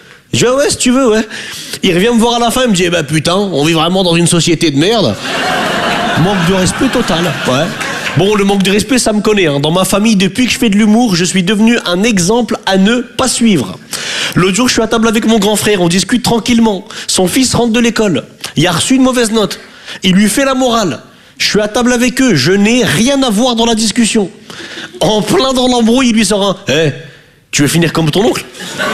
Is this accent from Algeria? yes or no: no; northern France, France; now in Paris, France; Je viens du nord de la France.